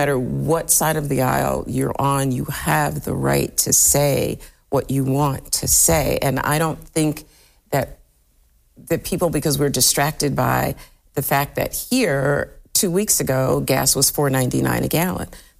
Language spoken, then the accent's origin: English; Louisville, Mississippi, United States; born there; I was born in a little town in Mississippi called Louisville, Mississippi. It's so small, in fact, that the streets.